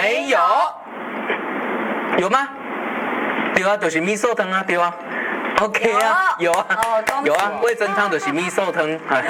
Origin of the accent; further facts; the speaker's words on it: Japan; Chinese is a second language; 那边越南，我是日本人。所以今天要搞大家日本料理。